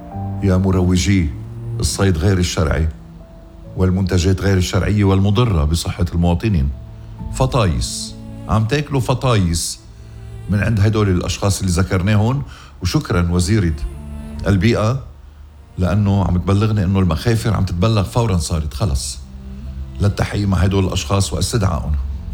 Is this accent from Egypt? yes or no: no; Ghazir, Keserwan-Jbeil, Lebanon; born there; ضيعة الحلوة غزير مسقط رأسي وحيث سأدفن هناك.